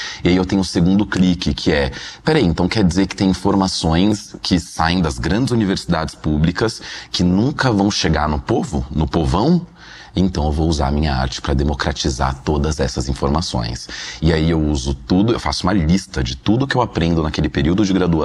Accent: São Paulo, Brazil; eu cresci no Jabaquara, periferia da Zona Sul de São Paulo, na rua Charles Darwin

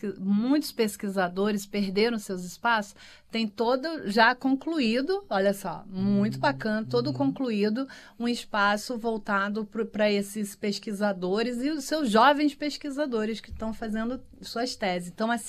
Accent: Brazil; a gente é, né, brasileiras e brasileiros

